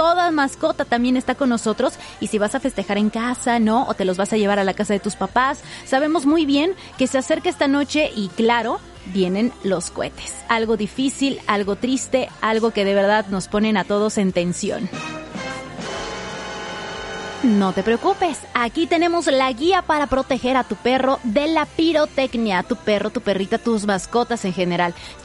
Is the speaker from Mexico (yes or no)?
yes; Mexico